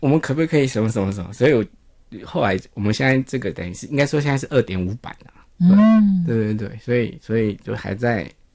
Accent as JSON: {"language": "Chinese", "country": "Taiwan", "accent": "Taiwanese Hokkien", "first_language": "Taiwanese Hokkien", "second_language": "Chinese", "said": "我都比较强调用我的母语，就是台语做创作"}